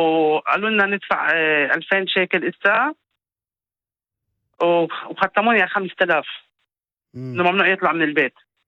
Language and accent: Arabic; Haifa, Haifa District, Israel; اللي احنا انا بنت حيفا بحياتنا ما كان هيك إشي، ما كانش في فرق